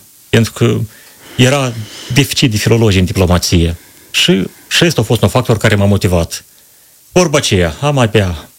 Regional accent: Criuleni District, Moldova; Eu sunt băștenaș din Tatu Boșcana, Răunul Creuleni, o localitate care are peste 400 de ani de la fondare.

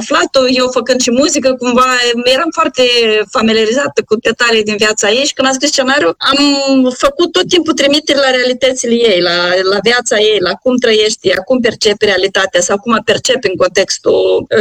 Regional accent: Fundurii Vechi, Romania; pentru că a filmat la funduri vechi, m-a întrebat unde a filmat la funduri vechi, este satul meu de baștenă. Am filmat în casa părinților mei, am filmat în casa bunicilor mei

